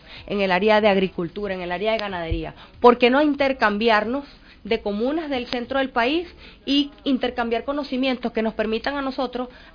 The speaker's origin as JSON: {"language": "Spanish", "country": "Venezuela"}